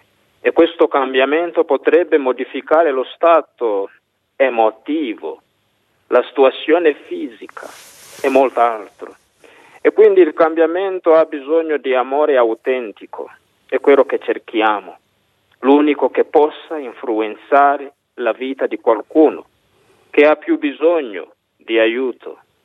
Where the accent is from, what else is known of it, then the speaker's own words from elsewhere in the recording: Uganda; now in Pietralba, Italy; vengo dall'Uganda